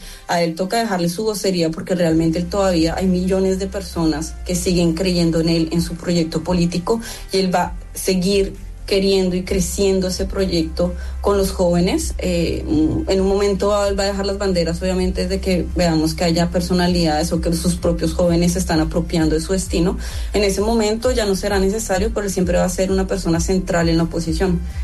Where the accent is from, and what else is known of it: Colombia; moved away